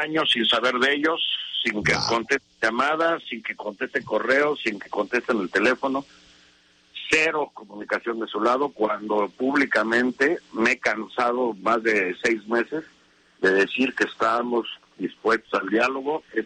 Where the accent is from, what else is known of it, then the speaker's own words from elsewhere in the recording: Mexico; nuestra dignidad como mexicanos